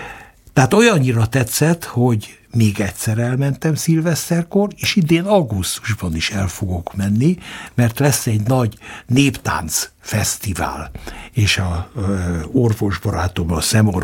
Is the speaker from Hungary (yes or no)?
no; Romania; én kicsit északabbról származom, Nagybánya és Nagykároly.